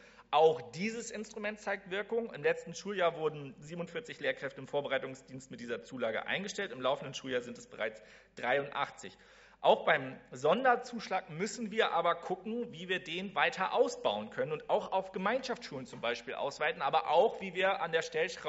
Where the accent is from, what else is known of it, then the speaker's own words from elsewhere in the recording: Schleswig-Holstein, Germany; Ich weiß jetzt aus dem Kopf, dass in Steinburg, wo ich herkomme, glaube ich, traditionell die Abiturquote immer also am schlechtesten ist.